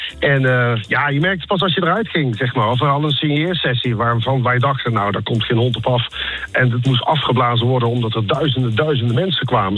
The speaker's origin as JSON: {"language": "Dutch", "town": "Waalwijk", "region": "North Brabant", "country": "Netherlands", "tie": "born or raised there", "said": "Ja, ik was een schuchtere Brabantse jongen, inderdaad, geboren en getogen in Waalwijk."}